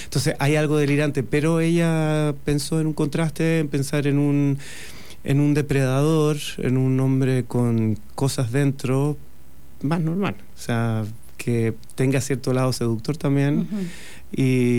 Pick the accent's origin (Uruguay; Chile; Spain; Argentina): Chile; yo crecí en Chile